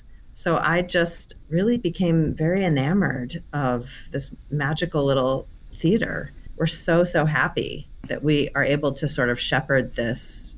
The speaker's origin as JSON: {"language": "English", "town": "Amherst", "region": "Massachusetts", "country": "United States", "tie": "born or raised there", "said": "I mean, I grew up in Amherst, and I went to UMass, and I had heard of Chester when it was starting back in the 80s, but never visited."}